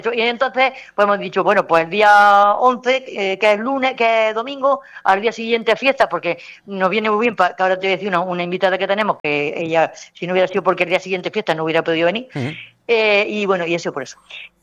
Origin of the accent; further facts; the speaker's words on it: Spain; Pero me afecta como española